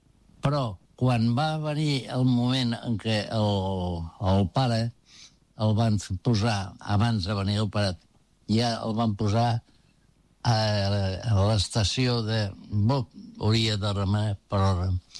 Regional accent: El Prat de Llobregat, Catalonia, Spain; born there; also born or lived in Torredembarra

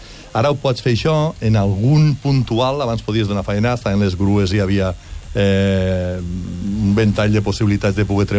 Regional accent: Catalonia, Spain; jo no considero Tarragona territori nostre, nosaltres som les Terres de l'Ebre

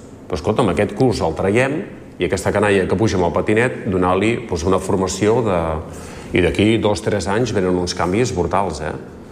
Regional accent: Barcelona, Catalonia, Spain; No, me'n vaig a Barcelona. És que jo sóc de Barcelona.

